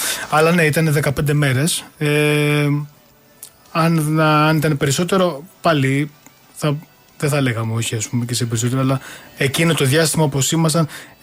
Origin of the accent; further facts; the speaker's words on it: Peloponnese, Greece; Είμαστε όλοι Πελοποννήσιοι, όπως είπαμε. Τέσσερις είμαστε από τη Σπάρτη και ένας είναι από το Άργος.